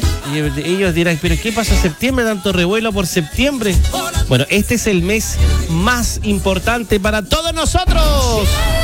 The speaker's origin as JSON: {"language": "Spanish", "country": "Chile", "said": "como chilenos que somos, aquí en la base energética de Chile."}